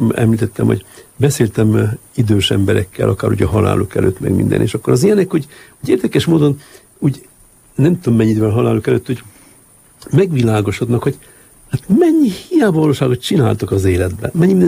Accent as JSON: {"language": "Hungarian", "country": "Hungary", "said": "Nem, én egyedül voltam csak magyar."}